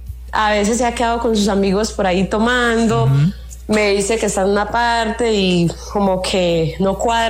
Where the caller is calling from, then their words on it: Cali, Valle del Cauca, Colombia; Me comunico desde Cali